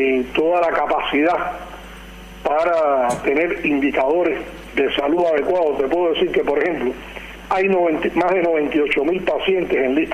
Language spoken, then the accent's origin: Spanish; Cuba; de nosotros como pueblo cubano